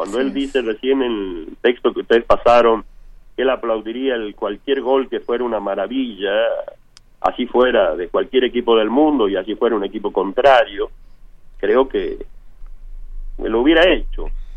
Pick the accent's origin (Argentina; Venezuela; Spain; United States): Argentina; Tucumán; Yo, como soy de Tucumán